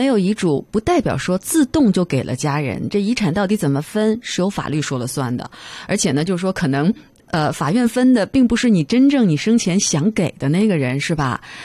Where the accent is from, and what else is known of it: China; now in Canada